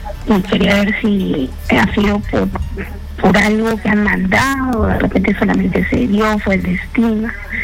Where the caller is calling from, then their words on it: Lima, Peru; De San Juan de Miraflores.